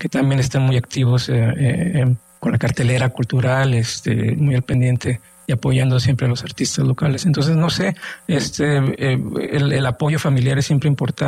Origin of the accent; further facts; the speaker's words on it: Monterrey, Nuevo León, Mexico; estamos en Monterrey, crecimos en Monterrey. Monterrey no era tierra fértil y tenemos una gran ciudad hoy en día.